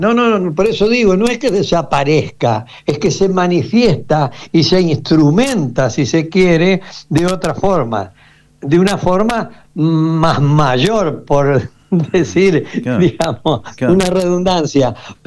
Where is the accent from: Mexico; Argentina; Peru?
Argentina; Reconquista, Santa Fe; acá a mi pago, a Reconquista.